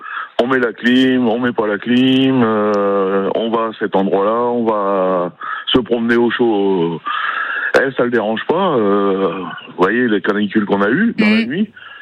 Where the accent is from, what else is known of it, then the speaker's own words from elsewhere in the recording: Hauts-de-France, France; Et en plus, on vient de là-haut, on vient du Pas-de-Calais tous les deux, là.